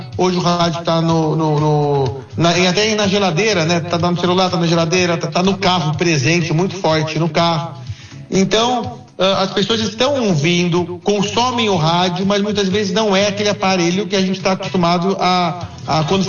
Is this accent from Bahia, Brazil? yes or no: no; Campinas, São Paulo, Brazil; eu sou de Campinas, estou na presidência da ESP, é uma honra ser um campineiro na presidência da ESP, né?